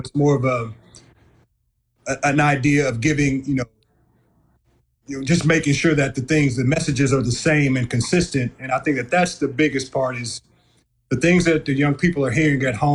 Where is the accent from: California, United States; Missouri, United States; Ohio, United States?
Missouri, United States; St. Louis; I'm a hometown kid, born and raised in St. Louis. This has always been home for me, even through the cities that I played in. I've always made my way back home, you know, in the summertime.